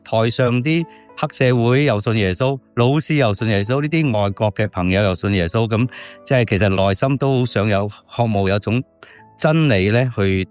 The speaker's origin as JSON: {"language": "Cantonese", "country": "Indonesia", "second_language": "Cantonese", "lives_now": "Hong Kong", "said": "咁其实无奈去到香港呢即係有啲我哋啲人就话大陆仔因为我哋系印尼华侨我哋系福建人啦。去到香港我开头唔系读4年班降到2年班咁样呀咁去适应嗰个新环境又唔识广东嘅话"}